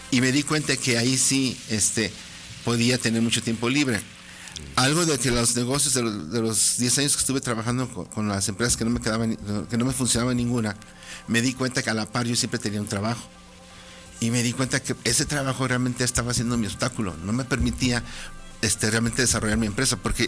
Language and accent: Spanish; Aguascalientes, Mexico; also born or lived in San Luis Potosí; y luego de allá me vine otra vez aquí a Aguascalientes, pues yo soy de Aguascalientes.